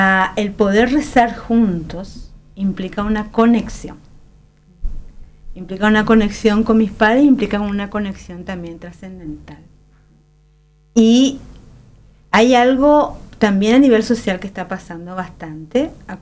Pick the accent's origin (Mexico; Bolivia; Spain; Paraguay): Paraguay; el fútbol fue un proyecto común para nosotros como paraguayos y paraguayas